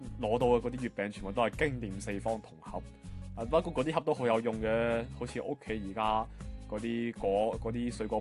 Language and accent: Chinese; Macau; 大家好，